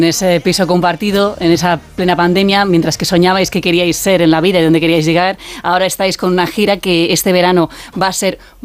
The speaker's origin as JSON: {"language": "Spanish", "town": "Valencia", "region": "Valencian Community", "country": "Spain", "said": "Después, la sala El Loco, yo soy de Valencia."}